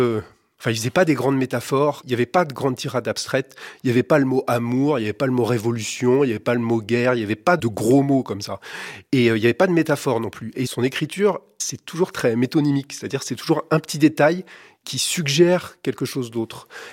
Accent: Lisieux, Normandy, France; Lui, il venait de Bernay, moi, je venais de Lisieux. Il avait eu son groupe de rock à Bernay, moi, j'avais eu le mien à Lisieux.

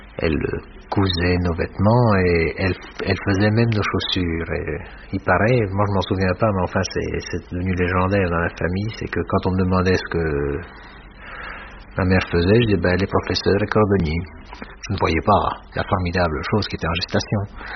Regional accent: Belgium; à Paris, puis à Bruxelles, où ma mère avait fait ses études avant la guerre. Et c'est comme ça que j'ai été élevé en Belgique.

